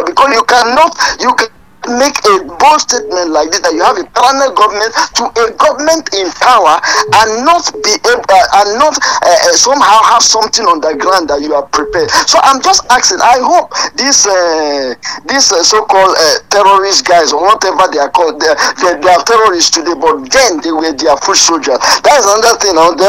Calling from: Apata, Oyo, Nigeria; calling from Apata.

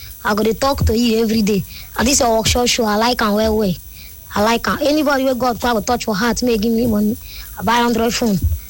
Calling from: Ishodu, Imo, Nigeria; I'm calling from Ishodu, Emowa.

